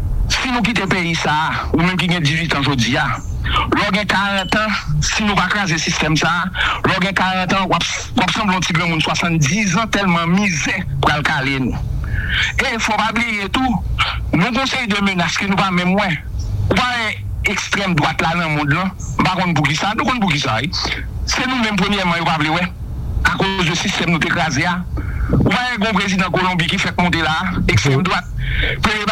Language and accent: French; Haiti